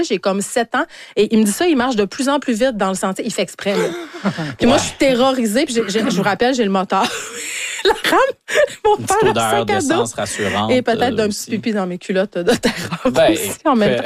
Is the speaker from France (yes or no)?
no; Saguenay, Quebec, Canada; je viens du Saguenay, j'arrête pas de le répéter